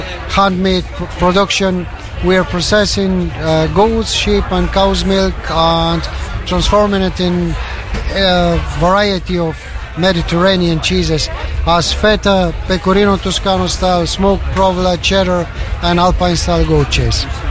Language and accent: English; Bulgaria; moved away as an adult; now in Ireland; we are from Bulgaria originally.